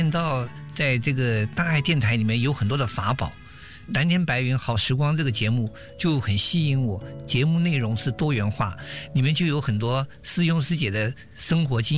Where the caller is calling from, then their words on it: Burnaby, British Columbia, Canada; 我来自加拿大本来比区。